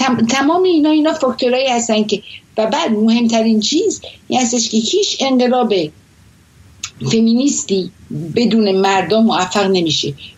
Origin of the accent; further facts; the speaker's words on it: Iran; now in Paris, France; توی اون مملکت بزرگ شدم